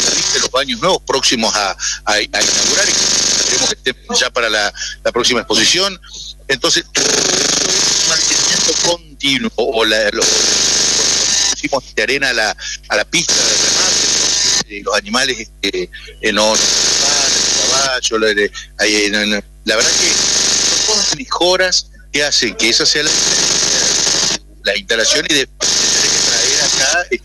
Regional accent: María Grande, Entre Ríos, Argentina; para los que somos de María Grande

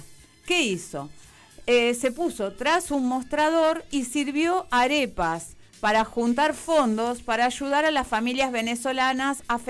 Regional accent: Argentina; nosotros como argentinos

